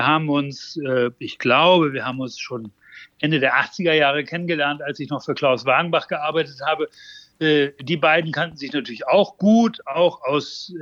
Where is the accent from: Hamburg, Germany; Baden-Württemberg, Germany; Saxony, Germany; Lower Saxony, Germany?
Hamburg, Germany; zumindest in Berlin und ich glaube auch in Hamburg, wo ich herkomme, schon die ersten Frauenbuchläden